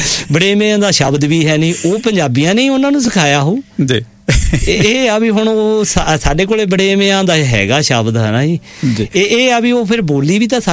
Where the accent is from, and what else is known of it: Punjab, India